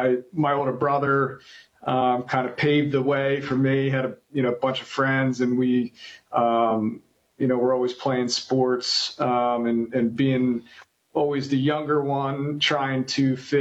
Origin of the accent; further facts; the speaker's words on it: Wilmington, Delaware, United States; Yeah, from Wilmington, Delaware. I have two brothers and a sister. I am the second oldest.